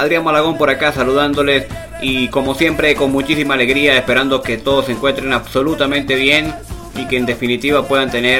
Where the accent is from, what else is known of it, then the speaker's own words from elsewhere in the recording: Venezuela; now in Santiago, Chile; te saludo desde Santiago de Chile, acá en la región metropolitana, aunque soy orgullosamente venezolano.